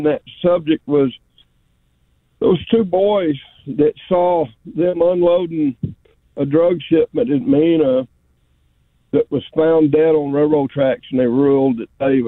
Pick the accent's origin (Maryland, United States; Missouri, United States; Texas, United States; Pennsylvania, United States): Texas, United States; all my life, I grew up in Texas.